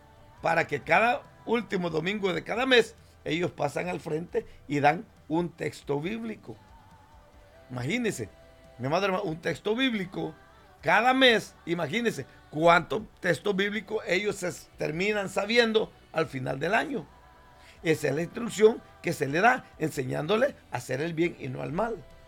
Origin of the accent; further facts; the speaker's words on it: El Salvador; en mi tierra, le voy a poner mi tierra, El Salvador